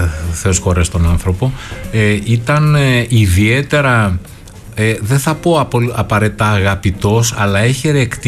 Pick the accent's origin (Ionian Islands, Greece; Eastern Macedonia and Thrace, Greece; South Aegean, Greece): Ionian Islands, Greece; Corfu; Ισχυρός πυρήνας καταιγίδων επηρεάζει και την Κέρκυρα, την ιδιαίτερη πατρίδα μου.